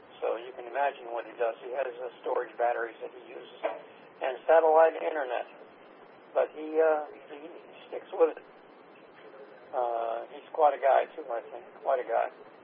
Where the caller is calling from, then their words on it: Florida, United States; from South Florida.